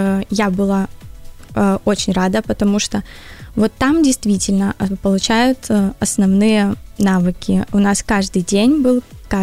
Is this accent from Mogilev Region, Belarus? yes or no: yes; Mogilev, Mogilev Region, Belarus; born there; moved away as an adult; я сама из Могилева.